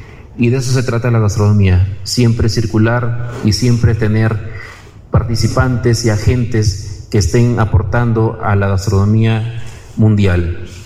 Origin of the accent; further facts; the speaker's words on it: Piura, Peru; nosotros, los piuranos